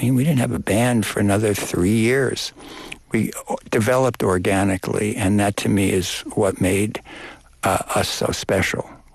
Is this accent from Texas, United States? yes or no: no; Brooklyn, New York, United States; born or raised there